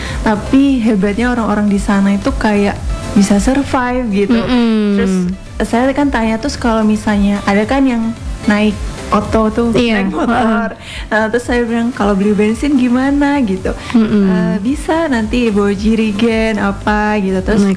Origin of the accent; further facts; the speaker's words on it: Probolinggo, East Java, Indonesia; moved away as an adult; saya kan besar di Probolinggo.